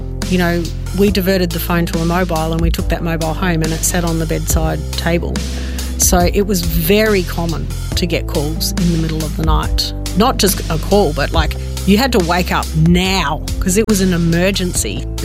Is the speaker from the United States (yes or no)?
no; Adelaide, South Australia, Australia; also born or lived in Melbourne, Australia; So I was born in Melbourne, but we moved to Adelaide when I was about five for my dad's work.